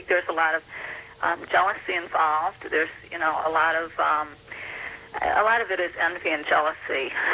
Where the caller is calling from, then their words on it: Livonia, Michigan, United States; Yes, this is … I'm calling from Livonia, Michigan